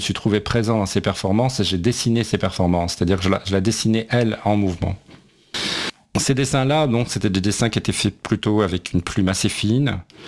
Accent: Algeria; born there; also born or lived in Chicago, United States; En réalité, je suis né en Algérie, et quand j'étais gamin, en fait, même avant de savoir qu'est-ce que c'était que d'être chez soi

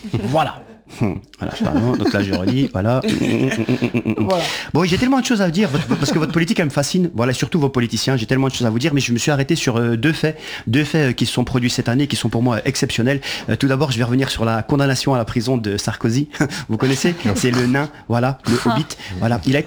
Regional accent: Belgium; Je vous rassure, nous aussi en tant que Belges, on n'y comprend rien.

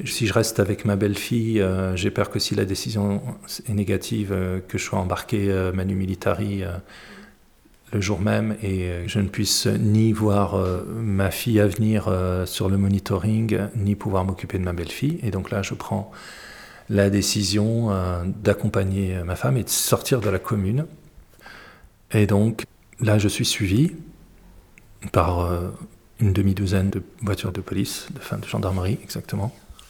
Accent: Algeria; now in Aubusson, France; ne pas me renvoyer vers mon pays d'origine, parce qu'il y a des risques avérés que je sois exposé à des traitements dégradants inhumains, si jamais je devais regagner l'Algérie

